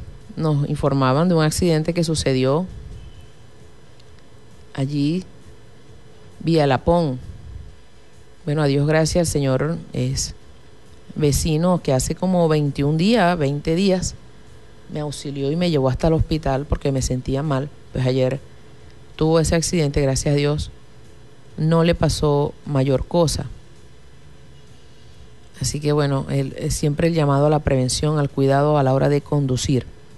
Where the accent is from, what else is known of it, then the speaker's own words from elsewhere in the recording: Machiques, Zulia, Venezuela; born there; nací acá en Machiques